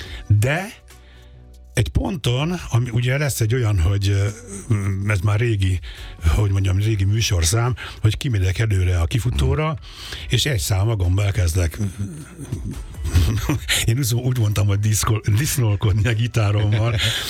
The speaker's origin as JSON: {"language": "Hungarian", "region": "Budapest", "country": "Hungary", "tie": "born or raised there", "said": "Hogyha megengeded, mondok egy sztorit erről, hogy én a Népstadion mellett nőttem fel a Stefánián."}